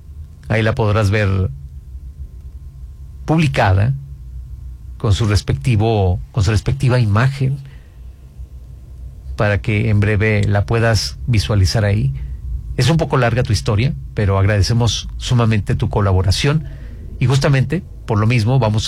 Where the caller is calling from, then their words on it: San Francisco del Rincón, Guanajuato, Mexico; soy de San Francisco del Rincón. Cuando era niño, mi mamá nos llevó a vivir al municipio de San Francisco, ya que nosotros éramos de una comunidad de ahí mismo.